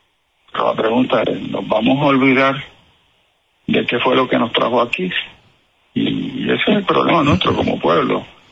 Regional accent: Puerto Rico; Esa es la mala memoria que tenemos como puertorriqueños.

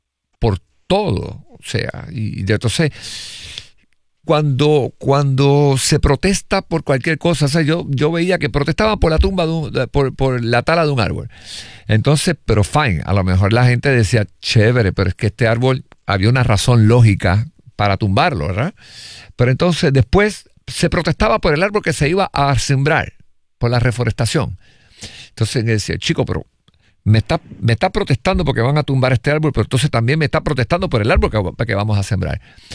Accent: Puerto Rico; yo me considero muy puertorriqueño

